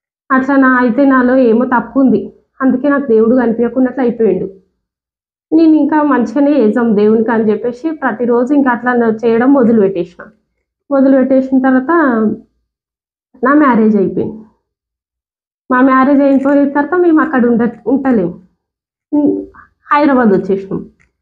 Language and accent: Telugu; Karnataka, India; now in Hyderabad, India; మాది కర్ణాటక అని చెప్పిన నేను.